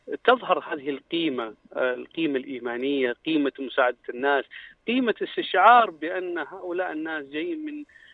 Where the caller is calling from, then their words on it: Jeddah, Makkah Province, Saudi Arabia; أنا أتكلم من جدة حاليا